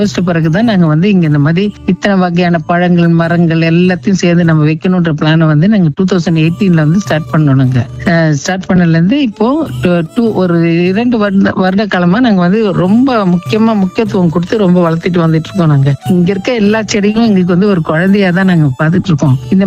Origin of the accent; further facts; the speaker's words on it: Chennai, Tamil Nadu, India; also born or lived in Kerala; நான் வந்து அதாவது நான் பிறந்த ஊர் வந்து கேரளா தான், நான் வந்து வளர்ந்தது எல்லாமே சென்னை தான்.